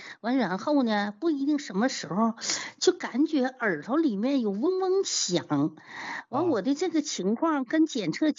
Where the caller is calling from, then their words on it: Jilin, China; 我是吉林的听众。